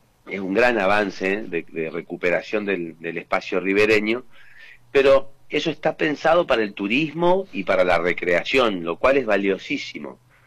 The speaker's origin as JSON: {"language": "Spanish", "region": "Neuquén", "country": "Argentina", "said": "Nosotros somos los neuquinos del vehículo particular"}